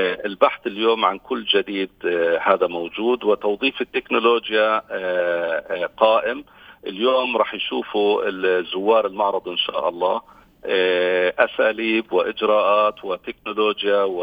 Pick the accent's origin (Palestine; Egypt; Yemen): Palestine; في بلدنا في فلسطين